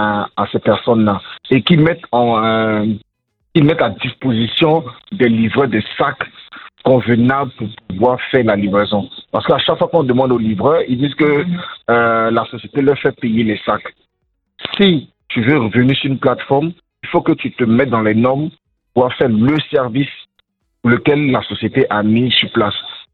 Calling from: Abidjan, Côte d’Ivoire; Je vous appelle d'Abidjan, Hongrie.

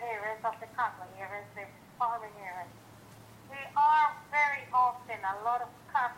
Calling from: Istanbul, Turkey; At the same time, I'm calling from Istanbul.

